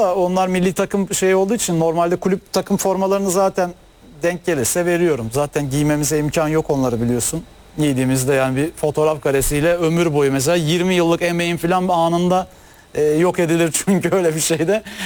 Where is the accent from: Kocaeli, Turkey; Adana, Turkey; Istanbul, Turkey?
Istanbul, Turkey; İstanbul'da doğma büyüme biri olarak.